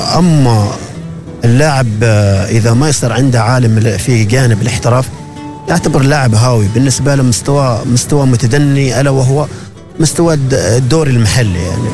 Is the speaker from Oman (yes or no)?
yes; Oman; إحنا كعمانيين